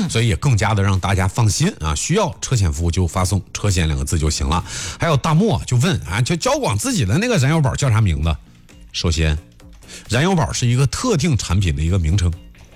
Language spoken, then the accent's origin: Chinese; Henan, China; 咱们河南人